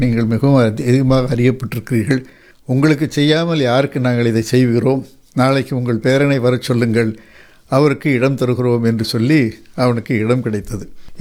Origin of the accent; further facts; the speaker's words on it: Ervadi, Tamil Nadu, India; moved away; எங்கள் சொந்த ஊருக்கு ஏர்வாடிக்கு செல்லுகிற போது